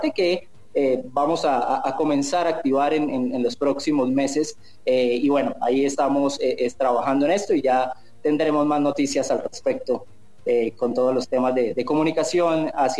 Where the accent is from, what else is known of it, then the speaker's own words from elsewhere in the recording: Bucaramanga, Santander, Colombia; now in Mexico; En Bucaramanga, soy de Bucaramanga.